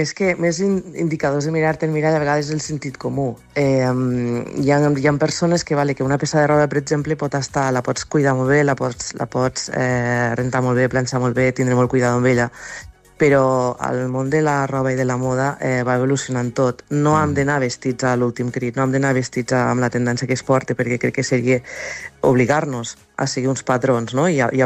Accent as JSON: {"language": "Catalan", "town": "Mollerussa", "region": "Catalonia", "country": "Spain", "said": "Soc de Mollerussa."}